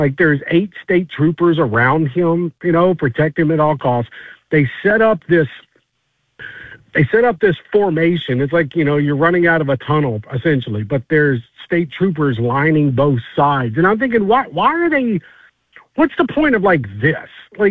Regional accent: Mobile, Alabama, United States; And I'm from Mobile, Alabama, so I'm surprised that, I mean, chicken on a stick. I mean, come on, that's a Sunday afternoon after church type of thing down in Mobile.

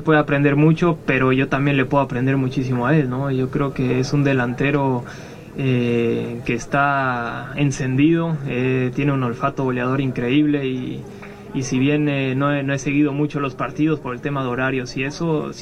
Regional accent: Mexico; somos mexicanos, somos familia

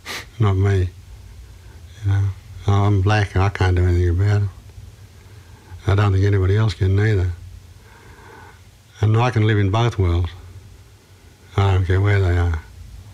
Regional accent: Cobar, New South Wales, Australia; I never grew up with it, not in my family, not in the little town where we grew up in Cobar

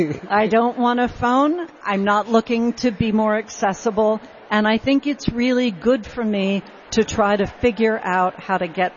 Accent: Tennessee, United States; When I was growing up in Tennessee, my stepfather believed that it wasn't safe to be out without a gun.

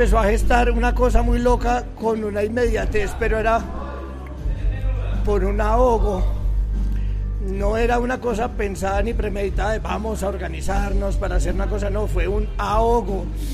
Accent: Pereira, Risaralda, Colombia; yo soy pereirano

